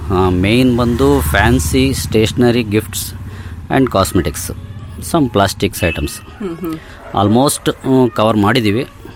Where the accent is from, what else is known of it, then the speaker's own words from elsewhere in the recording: Shivamogga, Karnataka, India; ಎಲ್ಲ ಶಿವಮೊಗ್ಗದಲ್ಲೇ. 81 ಬರ್ತ್, D V S ಸ್ಕೂಲಲ್ಲಿ ಎಲ್ಲ ಸ್ಟಡಿ ಮಾಡಿರೋದು.